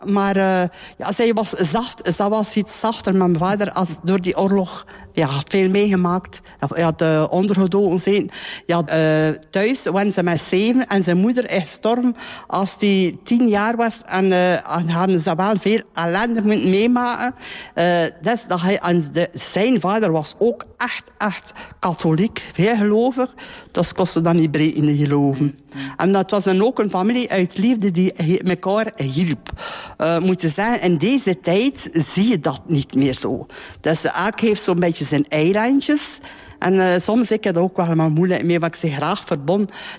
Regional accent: Moorslede, Flanders, Belgium; born there; Ik ben hier geboren in Moorsleden en die vroeger het rusthuis is in Moorsleden.

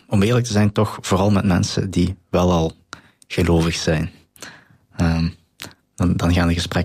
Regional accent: Bilzen, Limburg, Belgium; ik kom uit Bilze.

